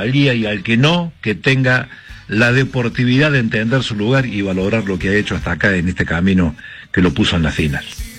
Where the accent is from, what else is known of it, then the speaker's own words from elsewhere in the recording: Córdoba, Argentina; para Córdoba, como cordobés, como gente del fútbol que somos